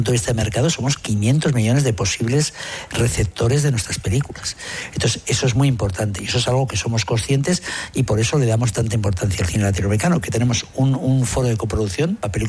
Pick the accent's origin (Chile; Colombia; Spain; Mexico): Spain; Basque Country; Claro, yo me siento español, me siento vasco, me siento español, me siento europeo y me siento iberoamericano.